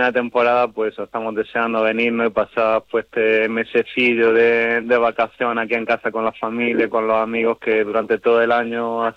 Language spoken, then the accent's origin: Spanish; El Ejido, Andalusia, Spain; moved away; also born or lived in Italy; Yo soy un ejidense más